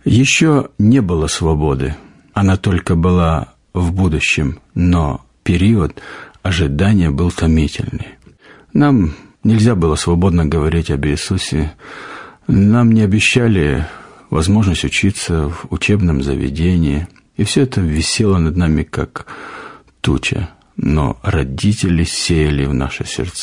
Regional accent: Feodosia, Crimea, Ukraine; я из Украины, город Феодосия.

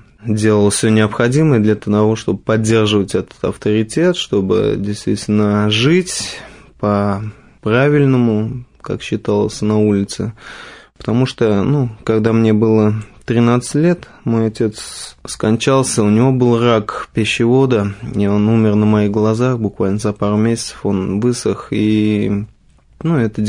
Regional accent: Kazan, Tatarstan, Russia; я рос, вырос, родился в Казани, в простой татарской семье. У меня родители татары и бабушка татарка пыталась меня учить в мусульманскую веру, наставлять

